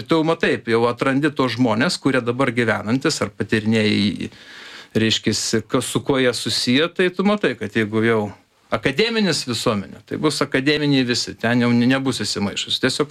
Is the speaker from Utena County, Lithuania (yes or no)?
yes; Anykščiai, Utena County, Lithuania; Na taip, mes labai susiję vieni su kitais, nes aš žiūrėjau, kai aš kilęs iš Anykščių, aš kaip parvažiuoju Anykščius